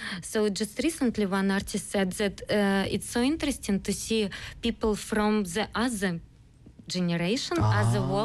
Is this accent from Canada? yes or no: no; Sakhalin Oblast, Russia; moved away as an adult; now in South Korea; actually my hometown is very similar to Busan.